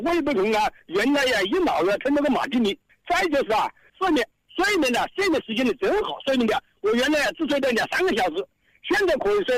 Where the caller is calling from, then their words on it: Xianyang, Shaanxi, China; 我是咸阳农户。